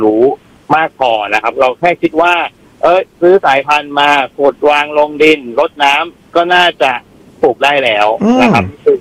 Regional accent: Khon Kaen, Thailand; born there; เป็นคนขอนแก่นโดยกำเนิดนะครับก็กลับมาอยู่ที่บ้าน

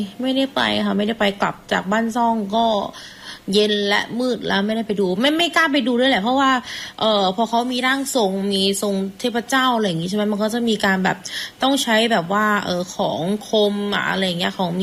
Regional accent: Southern Thailand, Thailand; now in Surat Thani, Thailand; ถ้าเราเป็นคนใต้เราก็รู้จักกันดีอยู่แล้วนะ

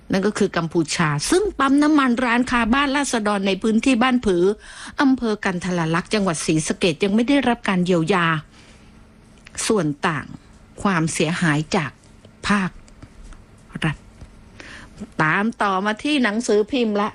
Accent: Southern Thailand, Thailand; เราเป็นคนใต้นี้นะ

